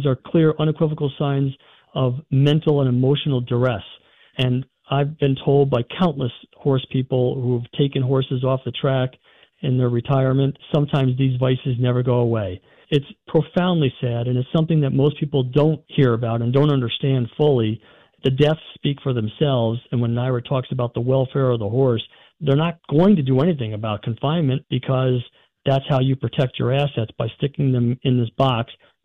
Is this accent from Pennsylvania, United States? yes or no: no; New York, United States; born or raised there